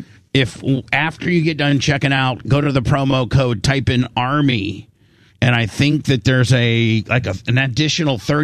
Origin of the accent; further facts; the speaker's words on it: Indiana, United States; Growing up in Indiana, indoctrinated.